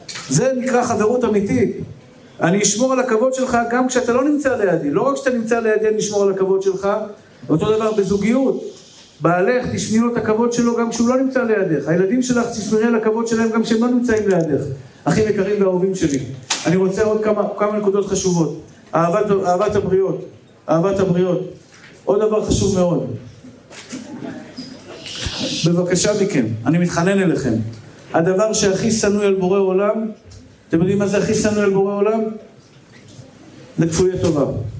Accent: Tel Aviv, Tel Aviv District, Israel; אני גדלתי בשכונות, חתלתי בשכונת התקווה, בג'בלאות

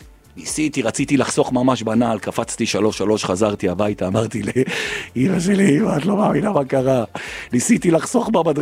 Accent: Jerusalem, Jerusalem District, Israel; born there

